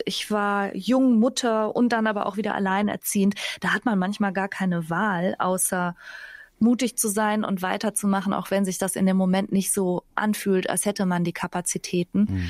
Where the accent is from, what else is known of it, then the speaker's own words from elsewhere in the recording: Bergisch Gladbach, North Rhine-Westphalia, Germany; Ich bin aus Bergisch Gladbach bei Köln. Da kommt man mit so einer generellen Entspanntheit ins Leben.